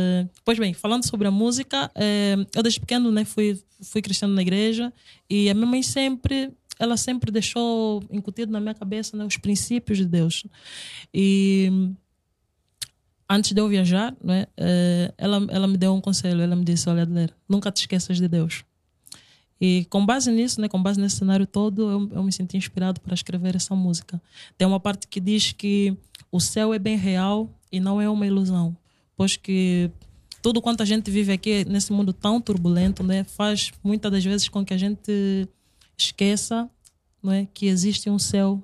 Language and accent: Portuguese; Angola; born there; moved away; also born or lived in São Tomé; fui para Angola quando muito pequeno, tipo, fui para Angola com 9 anos.